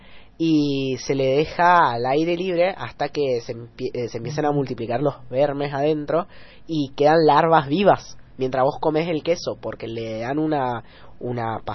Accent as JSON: {"language": "Spanish", "country": "Italy", "moved": "as an adult", "lives_now": "Argentina"}